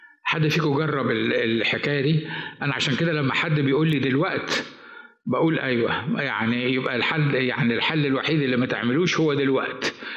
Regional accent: Upper Egypt, Egypt; moved away; احنا في مصر

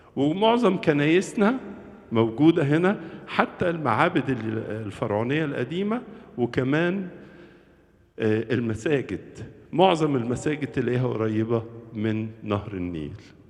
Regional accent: Egypt

